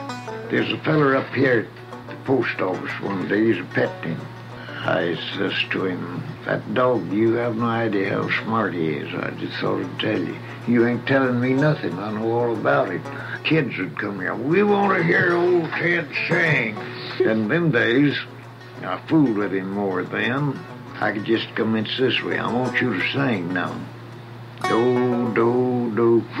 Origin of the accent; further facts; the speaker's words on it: Texas, United States; born there; moved away; I was born in Kaufman County, Texas. That was in 11th of September, 1886. Come to California in 1906.